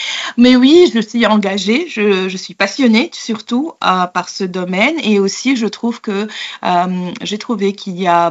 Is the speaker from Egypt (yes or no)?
yes; Egypt; moved away as an adult; now in Paris, France; Je suis une petite salade composée. J'ai grandi en Égypte et ça fait une quinzaine d'années que je suis installée à Paris, en France, en raison de travail de mon conjoint. La France est devenue ma deuxième maison. Mais j'ai grandi en Égypte d'une mère polonaise et d'un père égyptien.